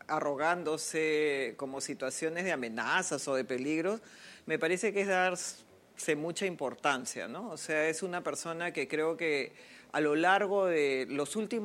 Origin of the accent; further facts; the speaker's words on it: Marcona, Ica, Peru; Yo soy de Nazca, pero de Marcona, ¿no? Yeah. Que es un distrito de la provincia de Nazca.